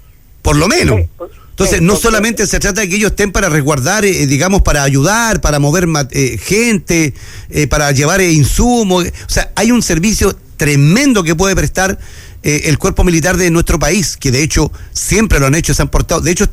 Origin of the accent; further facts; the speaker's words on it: Antofagasta, Chile; los que somos de Antofagasta y sabemos lo que nos pasó en 91 con un aluvión